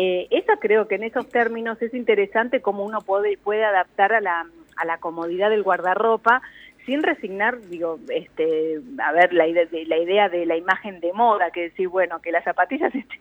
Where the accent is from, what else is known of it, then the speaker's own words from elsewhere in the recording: Argentina; Y nosotros creo que como argentinos tenemos que hacer algo con el tema de los calces